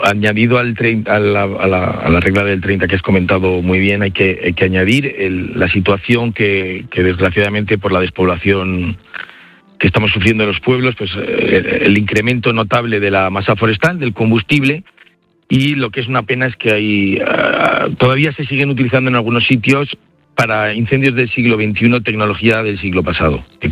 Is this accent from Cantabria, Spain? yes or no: no; Zaragoza, Aragon, Spain; al final nosotros somos de Aragón, de Zaragoza, hay mucha gente que nos contacta